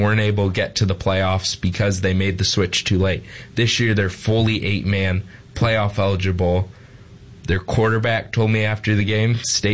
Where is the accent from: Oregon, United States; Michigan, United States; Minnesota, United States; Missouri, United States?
Michigan, United States; They just know I'm the guy from Michigan, because there's probably no one else from Michigan who's ever been to these places.